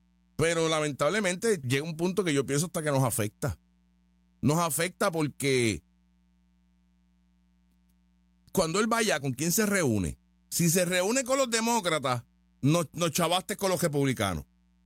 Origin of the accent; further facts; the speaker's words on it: Puerto Rico; No podemos ir para allá con el guille de que yo soy puertorriqueño y si tú quieres que nosotros seamos americanos, si tú no quieres, no me importa.